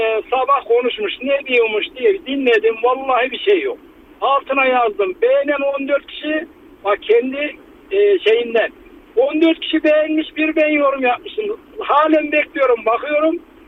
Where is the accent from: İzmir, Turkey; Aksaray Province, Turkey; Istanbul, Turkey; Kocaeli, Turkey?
Aksaray Province, Turkey; Aksaray; Yani ben de Aksaraylıyım yani.